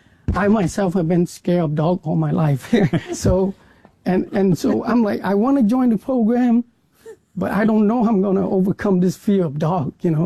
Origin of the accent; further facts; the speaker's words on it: Vietnam; where I was born in Vietnam when my father had already left the country. I grew up in a country where social perception really mattered